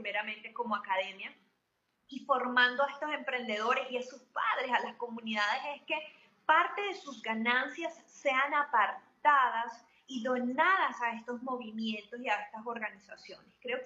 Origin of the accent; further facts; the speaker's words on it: Venezuela; now in Barquisimeto, Venezuela; como venezolanos estamos en un completo duelo